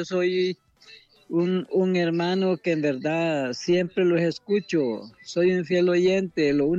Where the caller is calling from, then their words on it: El Progreso, Yoro, Honduras; de aquí de la Ciudad del Progreso.